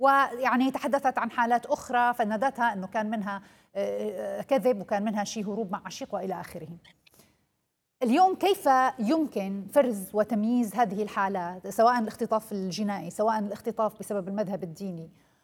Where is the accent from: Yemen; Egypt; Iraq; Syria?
Syria; كنساء سوريات